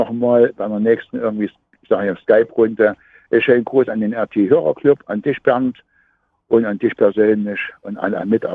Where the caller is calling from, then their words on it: eastern Germany, Germany; ich bin ja aus dem Osten hier